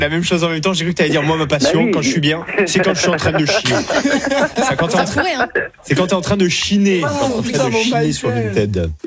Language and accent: French; Mont-de-Marsan, Nouvelle-Aquitaine, France; now in Paris, France; Mais autant moi, chez moi, à Mont-de-Marsan, c'est très normal de discuter avec les gens dans la rue. À Paris, c'est très très rare.